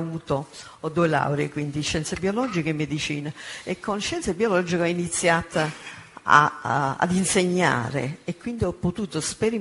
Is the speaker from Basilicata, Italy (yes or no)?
yes; Basilicata, Italy; born there; moved away as an adult; now in Naples, Italy; poiché sono di Napoli, sto a Napoli, anche se sono nata in Lucania, però sono andata all'università a Napoli e sono rimasta a Napoli